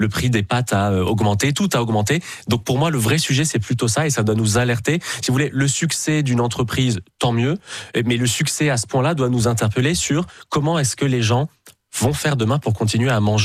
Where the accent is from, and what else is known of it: France; born there